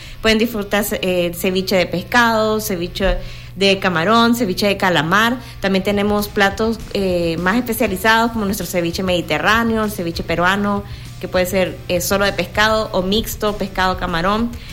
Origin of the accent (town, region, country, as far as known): El Salvador